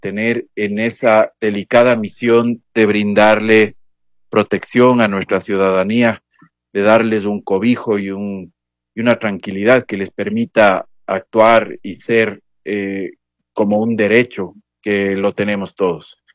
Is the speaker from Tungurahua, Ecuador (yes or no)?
yes; Ambato, Tungurahua, Ecuador